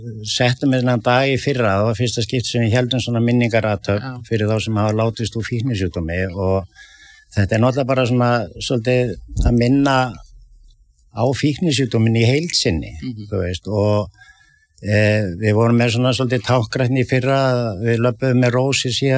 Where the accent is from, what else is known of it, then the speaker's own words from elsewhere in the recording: Reykjavík, Capital Region, Iceland; Sko, ég elst upp í Álftamýrinni. Mm. Og síðan flytjum við nýr í miðbæ þegar ég er 11 ára